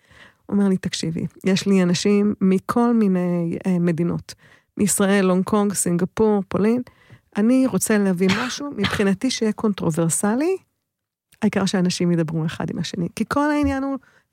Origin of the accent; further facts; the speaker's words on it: Geneva, Switzerland; also born or lived in Cyprus; אני גדלתי בחול, אבי היה דיפלומט, גדלתי בקנב ובקפריסין, ואנגלית היא כמו שפת אם עבורי